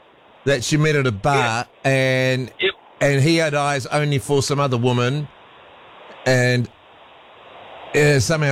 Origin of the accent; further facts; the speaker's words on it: Waikato, New Zealand; now in Auckland, New Zealand; I was born and raised in the Waikato.